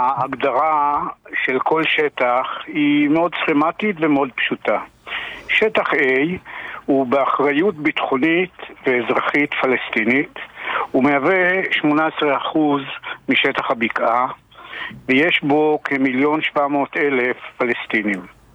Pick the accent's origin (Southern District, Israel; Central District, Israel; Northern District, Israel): Northern District, Israel; Alon HaGalil; כמה מילים פרטיות עליי, אני מושבניק מאלון הגליל, לפני כ4 שנים מפאת גילי המופלג, אני קצת הגזמתי, הפסקתי את הפעילות החקלאית